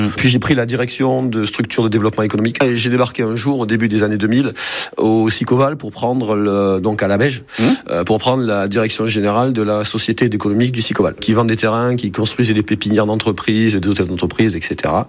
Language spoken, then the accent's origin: French; Toulouse, Occitanie, France; Moi, je suis un Toulousain, ou quasiment